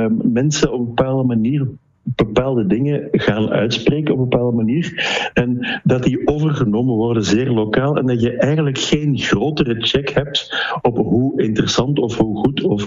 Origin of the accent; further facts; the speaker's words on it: Flanders, Belgium; accent: Limburg accent, soft G; Nee, ik ben een Vlaamse Limburger eigenlijk. Ja. Maar ik heb al een tijdje in Nederland gewerkt en in mijn eigen land heeft Limburgs accent niet verschrikkelijk veel prestige.